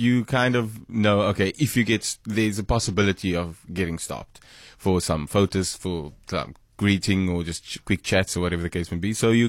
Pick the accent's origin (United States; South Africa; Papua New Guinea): South Africa; Malmesbury, Western Cape; I can remember growing up in Malmesbury, I couldn't have asked for a better place to grow up.